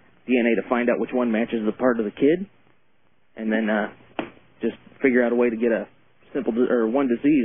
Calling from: Peoria, Illinois, United States; Peoria, Illinois.

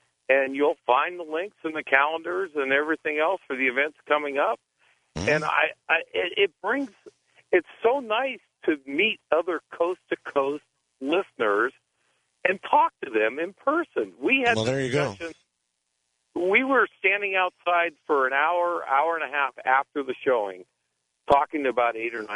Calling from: California, United States; And the listeners, I'm calling from the San Francisco Bay Area.

